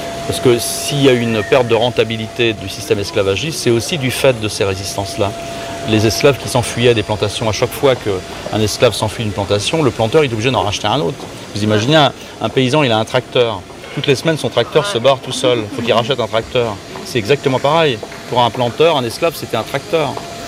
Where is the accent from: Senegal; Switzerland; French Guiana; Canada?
French Guiana; Saint-Laurent-du-Maroni; parce qu'on vient de Saint-Laurent-du-Maroni, à la frontière du Suriname.